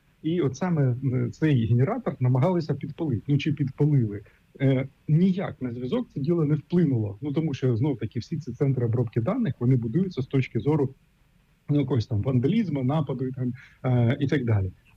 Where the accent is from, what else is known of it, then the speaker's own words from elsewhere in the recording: Sumy Oblast, Ukraine; наприклад, мою рідну Сумську область, туди не один кабель заходить, а декілька кабелів.